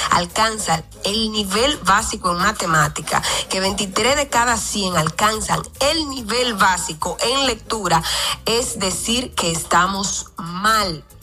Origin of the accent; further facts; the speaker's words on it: Dominican Republic; Son tantas las cosas que me enorgullecen como dominicana